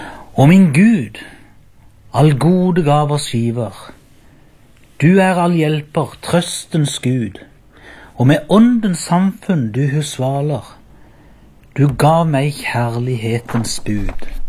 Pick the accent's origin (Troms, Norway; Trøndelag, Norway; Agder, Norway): Agder, Norway; Byremo